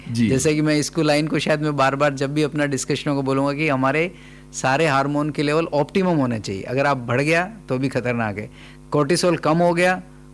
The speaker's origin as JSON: {"language": "Hindi", "region": "Rajasthan", "country": "India"}